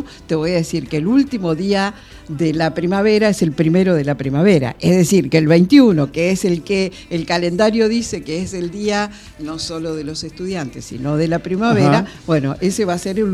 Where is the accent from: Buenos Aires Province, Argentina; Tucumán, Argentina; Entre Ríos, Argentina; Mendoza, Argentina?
Mendoza, Argentina; General Alvear; born there; moved away; el lugar donde nací, en General Alvear, en Mendoza